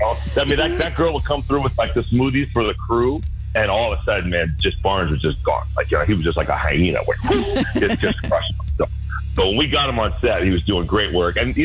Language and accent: English; Berkeley, California, United States; I grew up in Berkeley